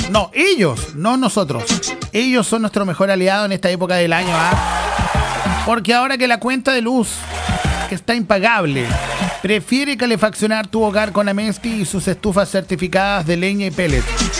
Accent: Chile; nosotros los chilenos

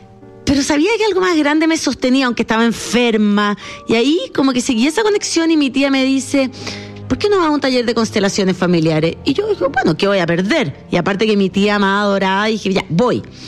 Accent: Chile; moved away as an adult; now in Europe; Nos fuimos a vivir a Europa porque … yo soy croata y alemana, pero fui criada como … completamente chilena.

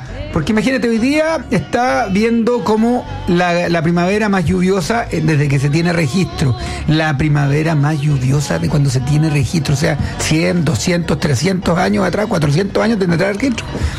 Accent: Chile; la experiencia que tenemos nosotros como agricultores chilenos

